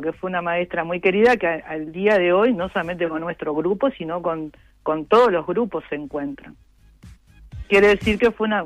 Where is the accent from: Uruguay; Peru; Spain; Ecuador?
Uruguay; yo me crié, el otro día hablábamos eso con los compañeros, que yo me crié más en Chapada la Antigua, ¿no?